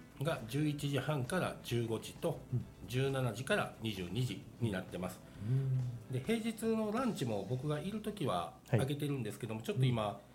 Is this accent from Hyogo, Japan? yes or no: yes; Akashi, Hyogo, Japan; 明石にはなるんですけど、うん、西明石の方ですね